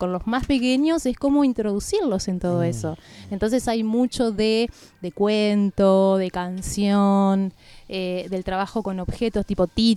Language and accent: Spanish; Paraná, Entre Ríos, Argentina; mi número telefónico es 343, porque yo vengo de Paraná, esa es la característica.